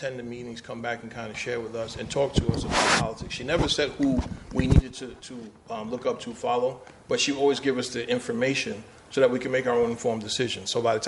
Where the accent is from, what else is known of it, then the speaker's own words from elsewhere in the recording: Queens, New York, United States; My boy Mike and I grew up in Queens.